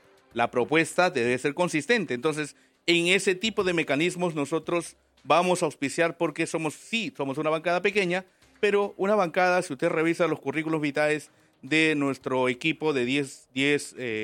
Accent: Chanchamayo, Junín, Peru; moved away; Yo vengo de Chanchamayo, pues, tierra frutera, cafetera.

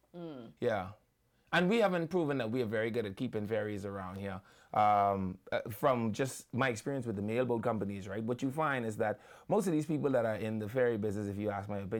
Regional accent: Nassau, New Providence, Bahamas; And I was from Nassau. We ain't had no bridge to backflip off.

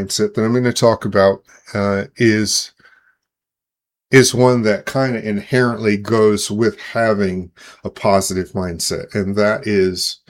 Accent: Omaha, Nebraska, United States; now in Denver, United States; but he's also working in Omaha, Nebraska, which happens to be my hometown.

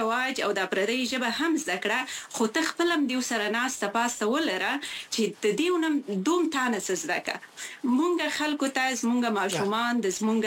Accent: Khyber Pakhtunkhwa, Pakistan; moved away as an adult; ځکه زه پخپله باندې زما ځواني په پښتونخوا کې وه او دغه دوه کاله شوي چې راغلی یم

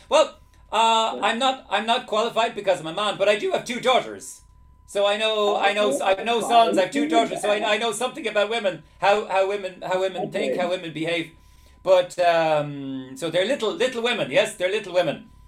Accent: Ireland; now in Lublin, Poland; I'm from Ireland, as I say, but I live in Poland. I live in Lublin in Poland.

